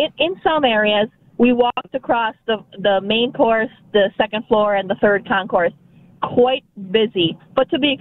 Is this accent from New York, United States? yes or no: yes; Buffalo, New York, United States; Born and raised Buffalo, New York, baby.